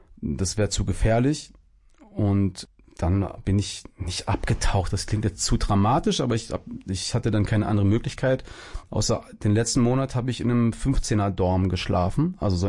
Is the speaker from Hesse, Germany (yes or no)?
yes; Hesse, Germany; also born or lived in Los Angeles, United States; ich bin im Dorf groß geworden, so, hab dann in Gießen mein Abi gemacht und danach irgendwie ja auch von der Welt noch nicht viel gesehen gehabt